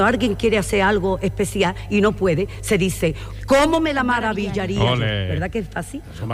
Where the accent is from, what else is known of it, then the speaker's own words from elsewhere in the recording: Andalusia, Spain; Yo que soy andaluza y me como la mitad de las letras